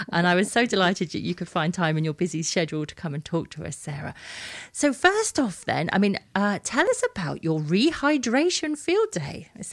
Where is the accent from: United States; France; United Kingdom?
United Kingdom; England; now in Australia; when I moved over to Australia from England, because we have a lot of chalk in England.